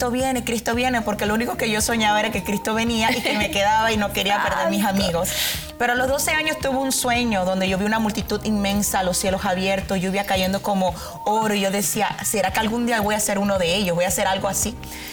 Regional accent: Panama; born there; como yo nací en Panamá, yo dije, no, yo tengo que ir de panameña.

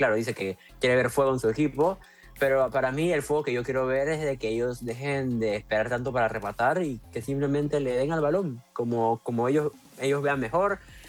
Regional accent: Panama

